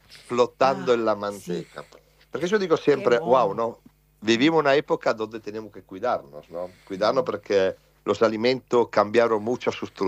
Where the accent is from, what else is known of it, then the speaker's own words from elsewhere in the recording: Italy; moved away as an adult; now in Argentina; Nací en Italia, viví en Italia muchos años, vine a vivir en Argentina